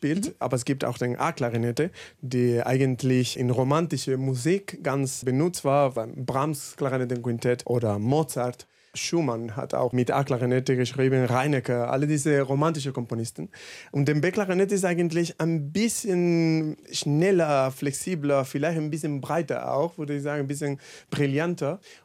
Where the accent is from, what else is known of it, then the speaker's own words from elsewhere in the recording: Andalusia, Spain; German is a second language; meiner andalusischen Kultur. Und das hat so geklappt.